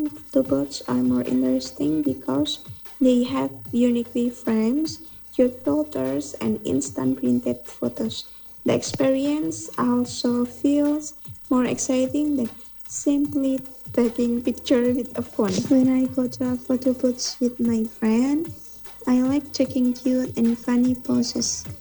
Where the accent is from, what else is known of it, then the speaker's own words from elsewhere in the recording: Magelang, Central Java, Indonesia; English is a second language; now in Surakarta, Indonesia; I'm from Magelang, Central Java, and right now I live in Banjarsari, Surakarta, and I'm as a student at Universitas Duta Bangsa Surakarta.